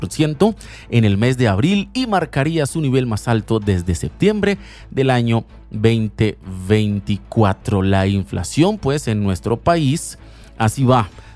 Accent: Colombia; todos somos colombianos.

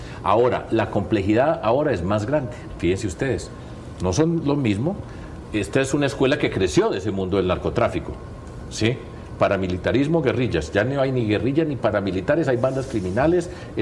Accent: Antioquia, Colombia; Yo empecé a participar en la vida pública aquí en mi tierra cuando Álvaro Uribe era el gobernador de Antioquia.

